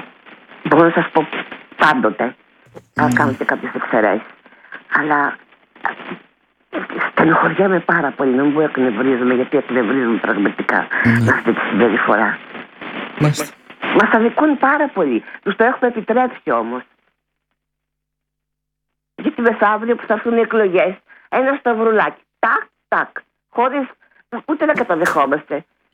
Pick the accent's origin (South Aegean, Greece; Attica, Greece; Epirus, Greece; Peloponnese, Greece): Peloponnese, Greece; Gargalianoi; Δηλαδή στην πατρίδα μου στο Γαργαλιάδο λένε οι προηγούμενοι από μένα που μου ήταν 4 γιαγιάδες και οι παππούδες.